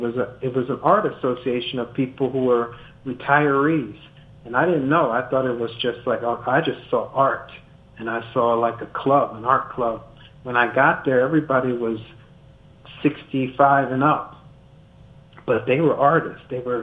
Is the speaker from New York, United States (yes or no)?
no; Scotch Plains, New Jersey, United States; Well, I was born in New Jersey, and I was in a little town called Scotch Plains.